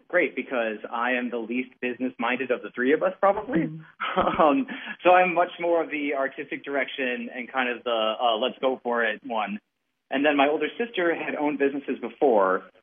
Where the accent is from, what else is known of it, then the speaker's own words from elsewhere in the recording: La Crosse, Wisconsin, United States; moved away as an adult; I grew up in La Crosse and I grew up coming to this theater. And then when I moved back here in about 2016